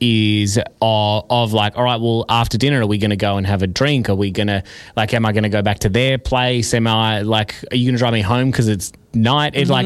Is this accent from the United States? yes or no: no; Adelaide, South Australia, Australia; born there; So that's why I was born in Adelaide.